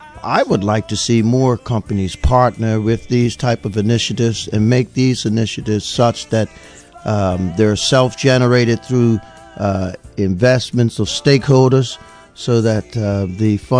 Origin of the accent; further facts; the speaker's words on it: Bermuda; born there; learning golf in the early 70s, growing up around the Bermuda Goodwill Tournament.